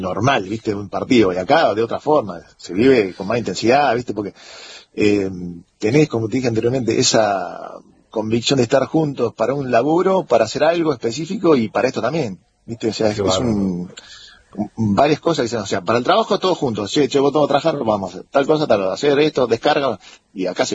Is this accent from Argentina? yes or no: yes; Argentina; moved away as an adult; now in Antarctica; somos argentinos